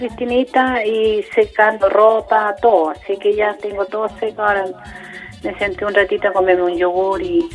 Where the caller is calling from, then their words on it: Chiguayante, Biobío, Chile; Soy de acá, de Chiguayante.